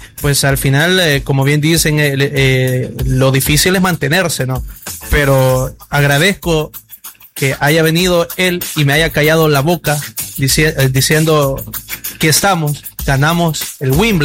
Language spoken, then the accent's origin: Spanish; Sonsonate, El Salvador; los dos somos procedentes de Sonsonate